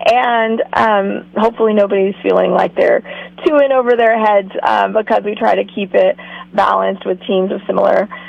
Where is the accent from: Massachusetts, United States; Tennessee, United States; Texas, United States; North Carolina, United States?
Texas, United States; now in Central Coast, California, United States; And I'm from Texas